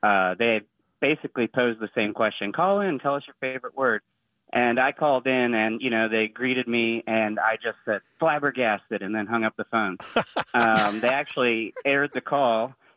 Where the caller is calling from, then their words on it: Staunton, Virginia, United States; I'm calling from Stanton, Virginia.